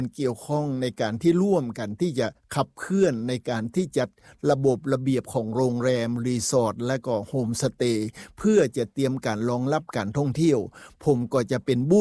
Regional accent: Lamphun, Thailand; ในฐานะที่ผมเป็นคนจังหวัดลำพูน

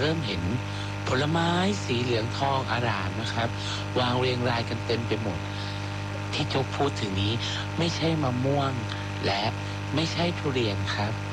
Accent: Phuket, Thailand

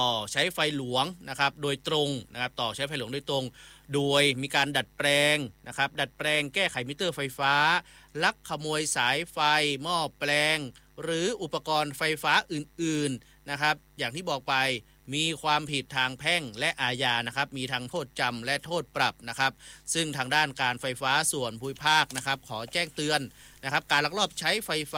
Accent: Nan, Thailand; accent: Nan accent (Northern Thai); now in Chiang Mai, Thailand; อู้เมืองได้อยู่นะอู้เมืองสำเนียงน่านถึงจะมาอยู่เจียงใหม่หลายปีแต่ก็สำเนียงเอี้ยครับ

